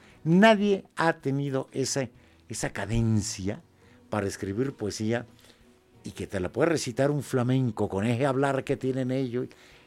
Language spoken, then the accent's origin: Spanish; Mexico; somos mexicanos